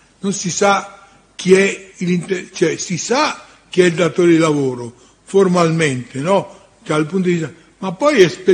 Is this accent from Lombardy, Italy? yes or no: yes; Lombardy, Italy; visto che siamo lombardi tutti